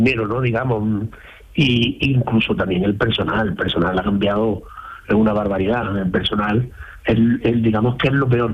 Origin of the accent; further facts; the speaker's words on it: Fuente Palmera, Andalusia, Spain; now in Lloret de Mar, Spain; Yo soy de Fuente Palmera, un pueblo pequeñito de Córdoba.